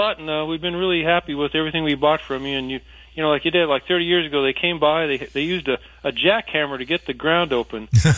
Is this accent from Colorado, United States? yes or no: yes; Colorado, United States; moved away; I came from Colorado, and I put these in, and I never thought I'd be raking leaves in the desert every week down here for all these years.